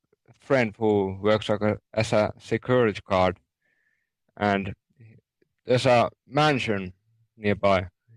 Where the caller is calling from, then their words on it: Finland; English is a second language; I'm calling from Finland.